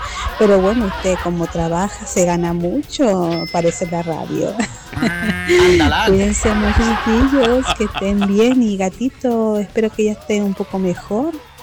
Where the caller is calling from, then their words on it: El Bosque, Santiago Metropolitan Region, Chile; del Bosque Santa Julia